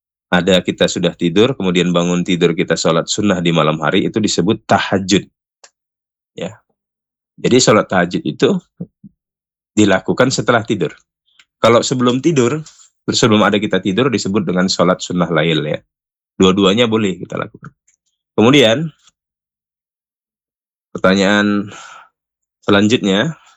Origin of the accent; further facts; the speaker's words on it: Indonesia; kita sebagai orang Indonesia, warga Indonesia tentunya